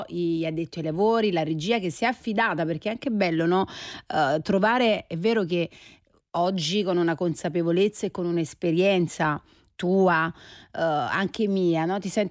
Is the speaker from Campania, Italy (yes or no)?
yes; Naples, Campania, Italy; io napoletana